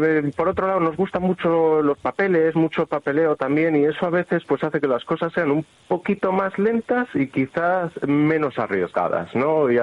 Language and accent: Spanish; Spain; moved away as an adult; also born or lived in Germany; cuando me fui de España en el 2000 y pico, entonces sí te diría, bueno, quizás sí, ¿no? De aquella parece que era un poco más difícil, fue cuando me fui a Alemania y cosas de estas.